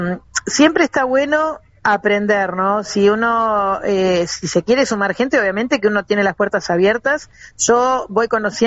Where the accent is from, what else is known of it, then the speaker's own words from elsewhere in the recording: Argentina; moved away; Yo soy argentina, me inculcaron de tal manera en Buenos Aires